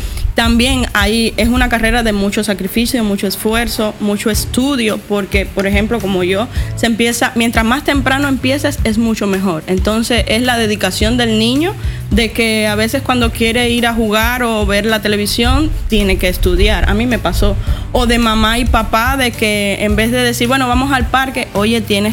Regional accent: Cuba; moved away as an adult; also born or lived in Jamaica; yo vengo de Cuba, en Cuba me gradué del conservatorio

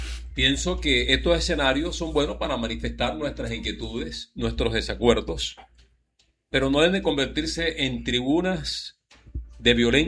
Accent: Colombia; Somos colombianos con ideas diferentes.

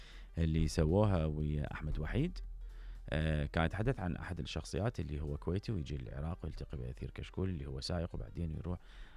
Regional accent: Iraq; moved away; من العراقيين

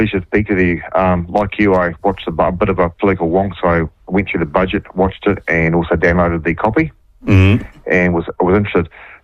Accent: Waikato, New Zealand; I'm from the Waikato originally, but it's actually quite good.

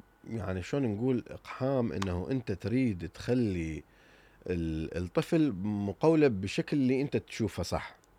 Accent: Iraq

